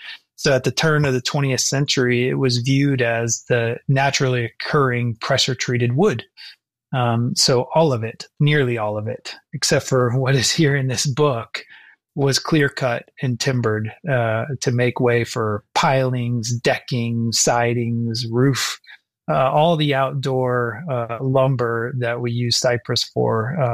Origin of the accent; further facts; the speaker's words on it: Gainesville, Florida, United States; particularly where I grew up in Gainesville, we have swamps all over the place.